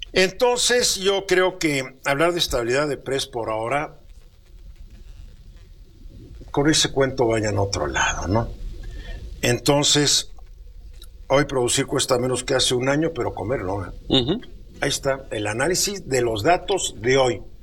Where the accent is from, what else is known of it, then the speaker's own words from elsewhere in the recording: Mexico; somos pocos los mexicanos que tenemos gas natural